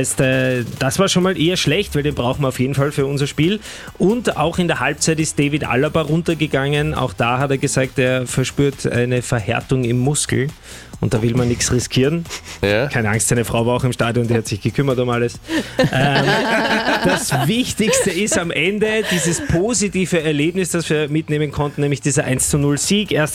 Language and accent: German; Austria; Aber es gibt so diese kleinen Fehler, die suchen wir erstens mal gerne als Österreicher